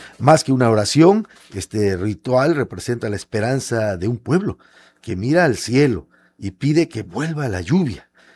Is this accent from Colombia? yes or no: no; Tabasco, Mexico; somos tabasqueños